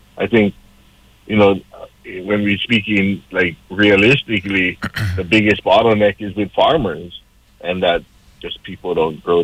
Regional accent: Hawaii, United States

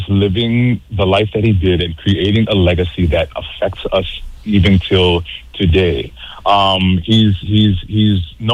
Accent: Maui, Hawaii, United States; Yes, I'm from Maui.

